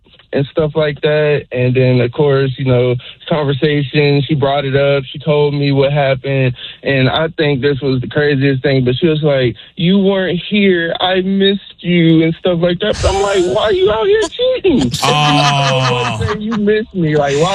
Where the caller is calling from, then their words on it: Marietta, California, United States; I'm calling from Marietta.